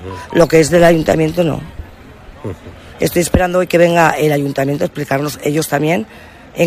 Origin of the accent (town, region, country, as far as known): Martilandrán, Extremadura, Spain